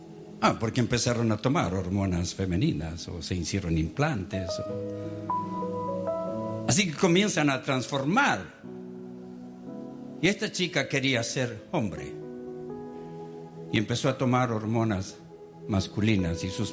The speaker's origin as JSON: {"language": "Spanish", "country": "Chile", "tie": "born there", "said": "Yo nací en Chile, en una iglesia pentecostal, y pensaba que Dios era pentecostal y chileno."}